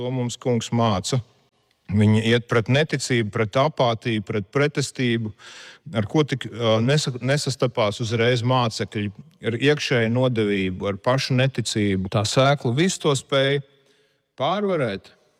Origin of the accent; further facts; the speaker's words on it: Riga, Latvia; Mēs viestura uzaugām Rīgā blakus Biķernieku trasei, kur vienmēr bija šīs auto sasensības, kuras mēs gājām skatīties šie rēkoņi.